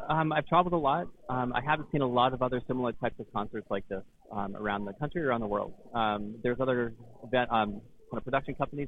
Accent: Maine, United States; moved away as an adult; now in Seattle, United States; I've been here 20 years. I grew up in Maine, actually.

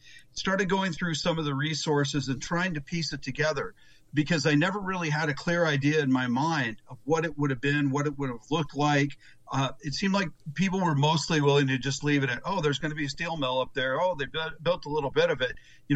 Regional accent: Kirkland, Washington, United States; I'm also originally from Kirkland.

